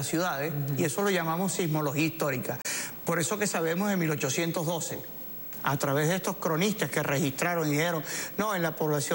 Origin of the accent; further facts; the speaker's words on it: Cumaná, Sucre, Venezuela; mi ciudad natal, es la primera ciudad fundada en Venezuela, es 1515, en la ciudad de Cumaná, es la primera, es por eso se le llama la primogénita del continente, fue la primera ciudad fundada en tierra.